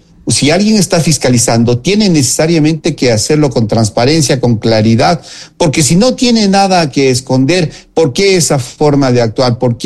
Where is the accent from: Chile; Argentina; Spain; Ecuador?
Ecuador